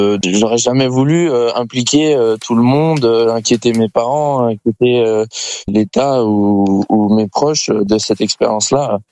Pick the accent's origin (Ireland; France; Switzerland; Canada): France; que je suis français et que avec la France c'est quelque chose qu'ils font particulièrement.